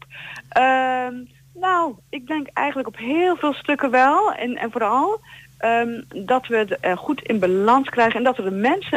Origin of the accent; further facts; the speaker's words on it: Doornspijk, Gelderland, Netherlands; En wij komen uit Doornspijk bij Elburg. Dat is wel dichtbij.